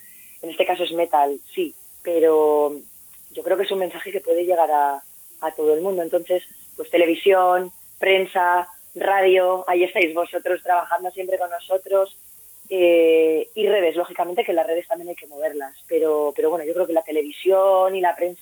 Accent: Beasain, Basque Country, Spain; now in Vitoria-Gasteiz, Spain; Soy de Beasain, yo soy de Guipuzcoana.

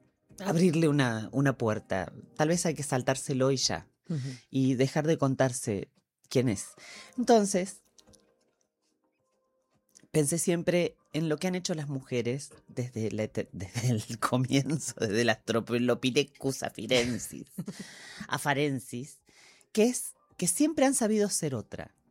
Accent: Argentina

